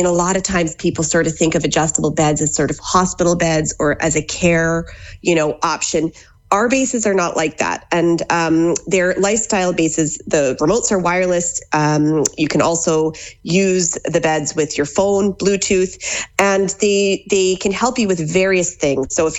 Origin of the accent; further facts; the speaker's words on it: Canada; now in Ballina, Ireland; So I'm from Canada. I'm married to a Ballina man. We live here in Ballina in County Mayo.